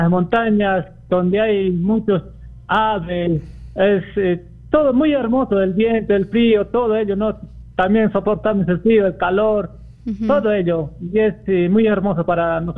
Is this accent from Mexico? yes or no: no; Arequipa, Peru; un saludo desde aquí de mi pueblo Ayahuasca, del departamento de Arequipa